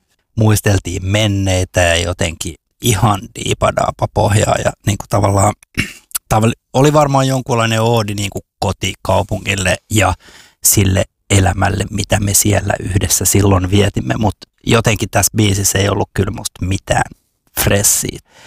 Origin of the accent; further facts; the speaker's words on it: Espoo, Uusimaa, Finland; My Hometown on siis Espoo, koska mä oon syntyperäinen espoolainen ja mä oon asunut Kivenlahdessa ja Kauklahdessa ja mulla on tosi silleen lämmin suhde Espooseen